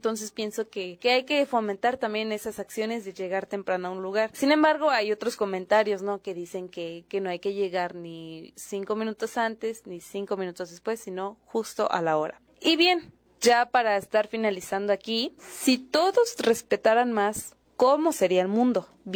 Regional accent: Mexico

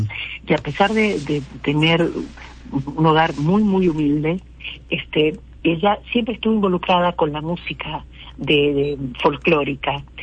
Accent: Mendoza, Argentina; yo soy mendocina

